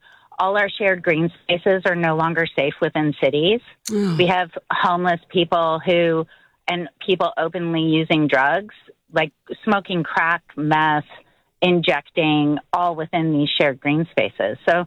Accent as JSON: {"language": "English", "country": "Canada", "said": "And as you can hear, I'm Canadian."}